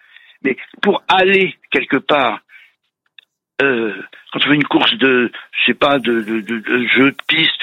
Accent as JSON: {"language": "French", "region": "Île-de-France", "country": "France", "tie": "born or raised there", "said": "je suis originaire des Yvelines."}